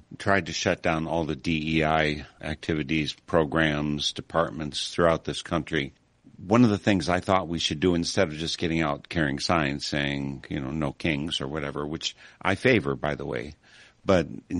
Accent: Wisconsin, United States; with a Wisconsin senator, by the way, Senator Gaylord Nelson, from my home state, was the one who kind of was the force behind it.

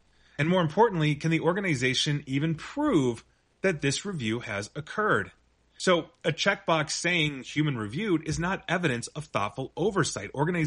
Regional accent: Canada

